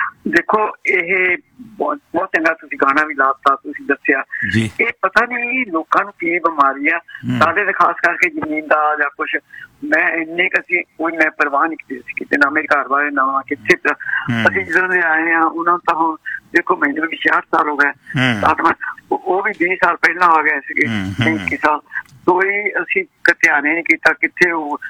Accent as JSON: {"language": "Punjabi", "country": "Pakistan", "moved": "yes", "said": "ਮੈਂ ਪਾਕਿਸਤਾਨ ਤੋਂ ਆਈ ਸੀ 8-9 ਸਾਲ ਹੋਏ"}